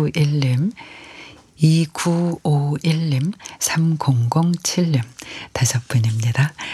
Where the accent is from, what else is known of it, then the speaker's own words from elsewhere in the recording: Daebudo, Gyeonggi Province, South Korea; 제 고향 대부도 메추리 섬으로 바지락 잡으러 갑니다.